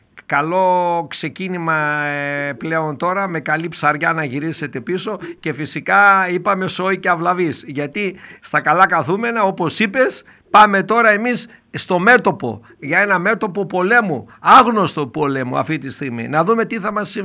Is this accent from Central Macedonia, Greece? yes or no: yes; Doirani, Central Macedonia, Greece; ήμουν εκεί στο χωριό μου στη Δοϊράνη, εκεί με τα ξαδέλφια μου